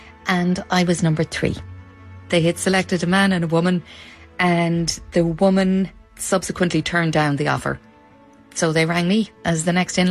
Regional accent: Dublin, Leinster, Ireland; I was coming from Dublin with learned Irish. I was not a native speaker, and I had great difficulty understanding the native speakers when they would speak too fast.

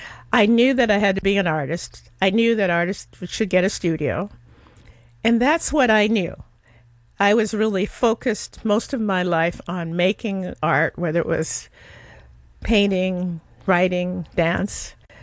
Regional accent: Alaska, United States; moved away; I come from Alaska. I come from a community that was very supportive.

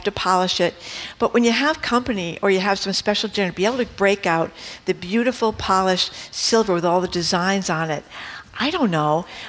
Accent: Fall River, Massachusetts, United States; in my house at home when I was growing up in Fall River

